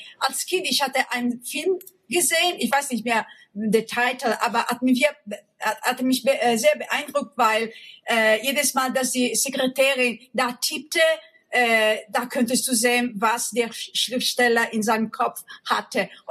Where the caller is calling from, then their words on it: Cagliari, Sardinia, Italy; Ich bin in Cagliari, Sardinien.